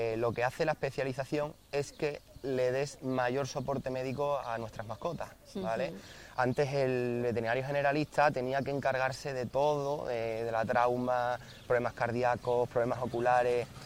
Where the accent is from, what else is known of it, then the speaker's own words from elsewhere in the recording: Cáceres, Extremadura, Spain; yo soy de Cáceres